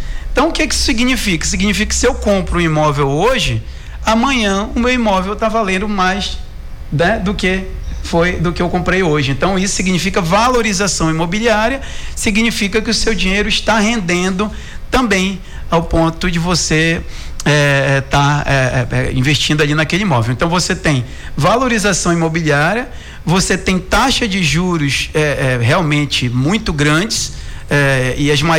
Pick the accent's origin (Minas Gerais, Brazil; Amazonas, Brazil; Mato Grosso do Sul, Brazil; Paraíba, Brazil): Amazonas, Brazil; Manaus; nós que somos aqui de Manaus